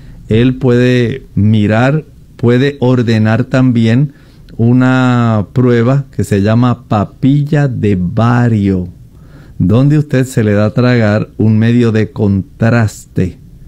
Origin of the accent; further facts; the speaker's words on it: Colombia; cómo se le conoce a la planta rusco en mi país, en Colombia